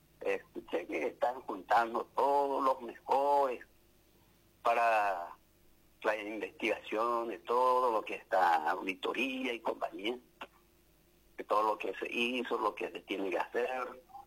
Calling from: Paraguay; como un ciudadano, como un paraguayo más

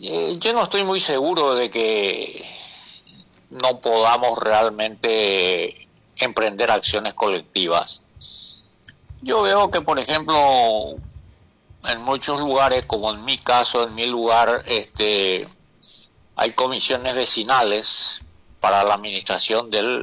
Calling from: Paraguay; cómo somos los paraguayos

